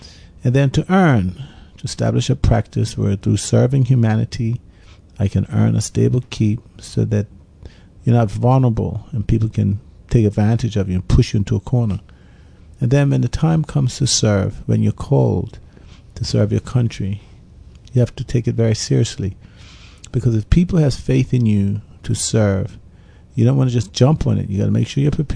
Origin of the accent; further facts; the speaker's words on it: St. David's, St. George's Parish, Bermuda; I'm from St. David's.